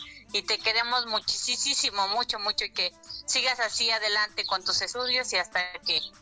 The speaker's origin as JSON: {"language": "Spanish", "town": "Tepeyagualco", "region": "Hidalgo", "country": "Mexico", "said": "Ah, sí, soy del municipio de Zempoala, en Tepeyagualco, Hidalgo."}